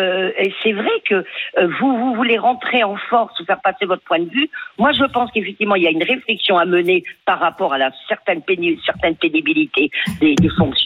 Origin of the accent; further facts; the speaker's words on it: Paris, Île-de-France, France; Oui, j'ai pris ma retraite à 68 ans passés, largement passés, puisque je suis de Montmartre.